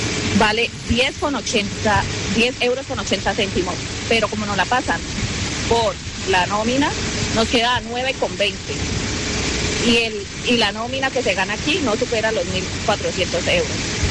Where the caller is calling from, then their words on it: Alicante, Valencian Community, Spain; Vivo en Alicante, España, hace